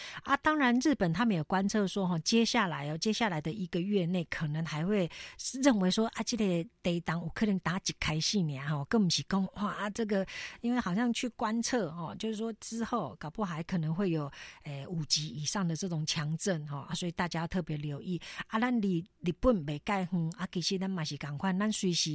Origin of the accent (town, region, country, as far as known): Taiwan